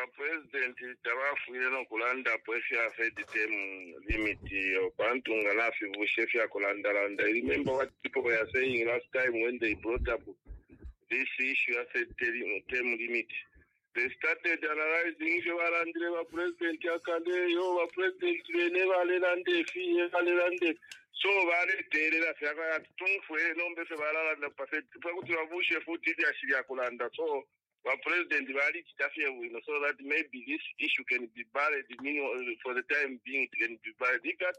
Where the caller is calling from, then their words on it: Ndola, Copperbelt, Zambia; calling from Ndola.